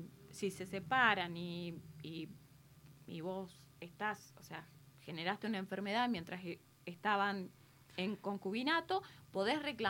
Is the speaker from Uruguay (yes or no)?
no; Argentina; en la Argentina tenemos lo que es el contrato prenupcial.